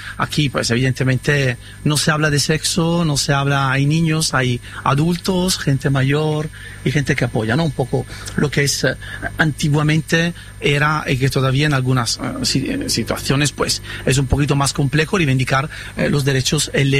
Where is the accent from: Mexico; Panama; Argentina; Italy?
Italy; Milan, Lombardy; also born or lived in Russia / France / Hong Kong / Singapore; now in Almería, Spain; Y vengo de Milano, la ciudad que tampoco es tan mala.